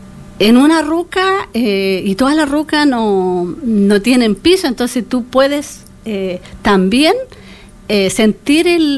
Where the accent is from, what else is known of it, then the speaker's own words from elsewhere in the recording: Villarrica, Araucanía, Chile; also born or lived in Santiago; now in Valparaíso, Chile; Soy originaria de Camino de Villarrica, donde allá hay 14 comunidades. Allá está mi mamá, allá nací, me crié entre medio de las comunidades, con las costumbres de las comunidades, con machi.